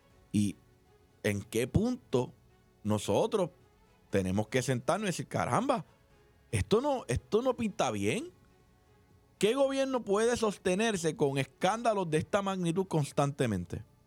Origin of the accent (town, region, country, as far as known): Puerto Rico